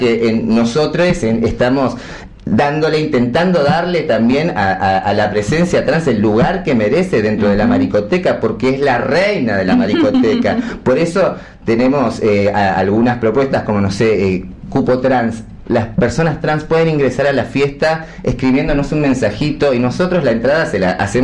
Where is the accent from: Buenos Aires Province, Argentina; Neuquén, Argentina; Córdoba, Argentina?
Neuquén, Argentina; yo soy de acá desde siempre, nos conocemos desde años.